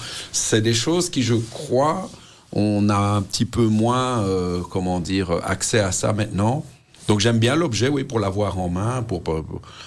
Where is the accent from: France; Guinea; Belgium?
Belgium; Molenbeek, Brussels; born or raised there